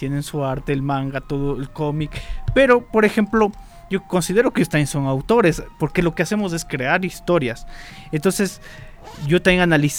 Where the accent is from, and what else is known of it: Ecuador